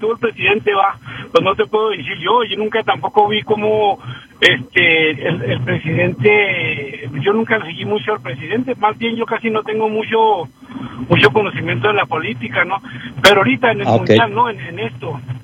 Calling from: Mexico; como mexicanos

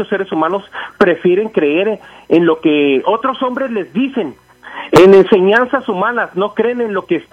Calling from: Denver, Colorado, United States; lloviendo por acá en Denver

